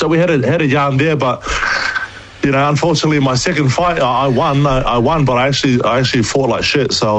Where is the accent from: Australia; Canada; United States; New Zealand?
New Zealand; Upper Hutt, Wellington; I'm from Upper Ha.